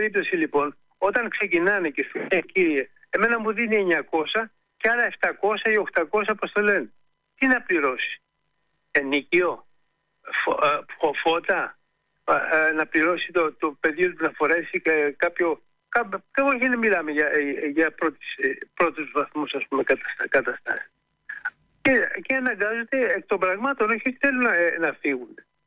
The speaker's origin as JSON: {"language": "Greek", "town": "Gerolimenas", "region": "Peloponnese", "country": "Greece", "lives_now": "Piraeus, Greece", "said": "Είμαι από τη Μάνη. Ναι. Από το Γερολιμένα, συγκεκριμένα."}